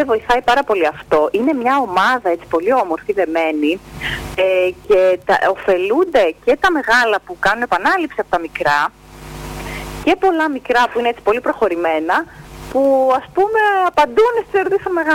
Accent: Northern Greece, Greece; moved away as an adult; now in Irakleia, Greece; Εγώ είμαι από Καρπερί Θερών, από Βόρεια Ελλάδα.

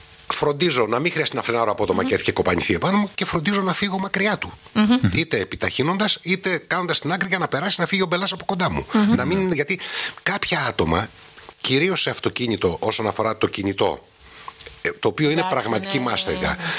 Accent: Kavala, Eastern Macedonia and Thrace, Greece; εγώ που είμαι από την Καβάλα

